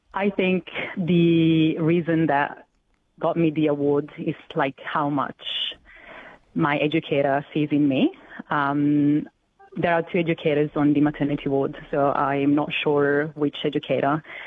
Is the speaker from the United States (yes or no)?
no; Italy; English is a second language; moved away as an adult; now in Australia; I'm already a midwife in my country. I come from Italy. I got my registration over 10 years ago, like a month before I decided to move to Australia.